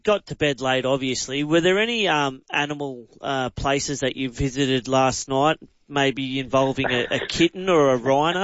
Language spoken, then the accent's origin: English; Australia